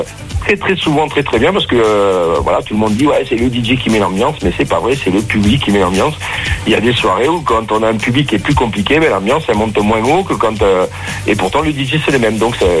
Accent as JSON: {"language": "French", "region": "Occitanie", "country": "France", "tie": "born there", "said": "dans le Tarn. C'est un petit village, mais la fête, elle est juste énormissime."}